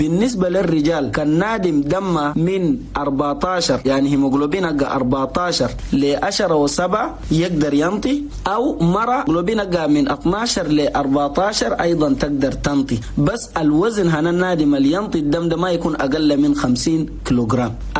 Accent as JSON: {"language": "Arabic", "country": "Chad", "said": "في بلدنا تشاد"}